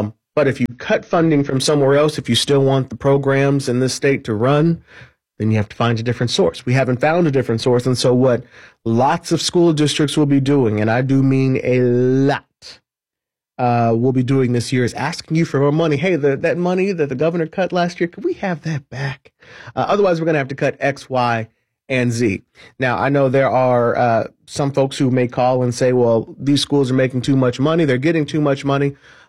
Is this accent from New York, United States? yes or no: no; Indiana, United States; Now, I'm from Indiana, but I've lived in other places.